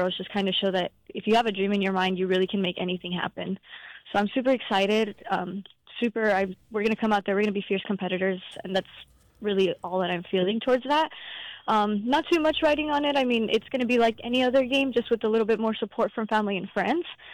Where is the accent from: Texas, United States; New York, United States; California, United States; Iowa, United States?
Texas, United States; of course, I'm from Texas, so growing up in the recruiting process, of course, I reached out to Baylor